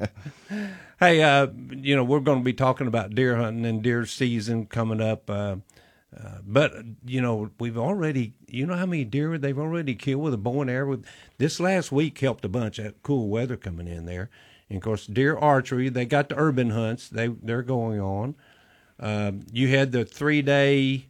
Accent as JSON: {"language": "English", "town": "Little Rock", "region": "Arkansas", "country": "United States", "tie": "born or raised there", "said": "I was born and raised out there on Arch Street Pike, Baseline, went to Mablevale and McClellan"}